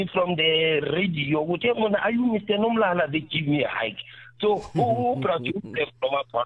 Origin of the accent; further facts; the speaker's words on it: South Africa; I grew up in the Valley.